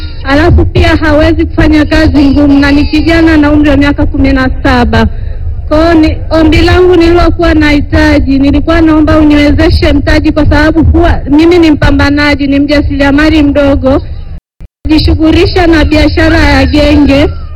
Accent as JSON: {"language": "Swahili", "town": "Nyamongo", "region": "Mara", "country": "Tanzania", "said": "nimetokea Nyamongo Tarime."}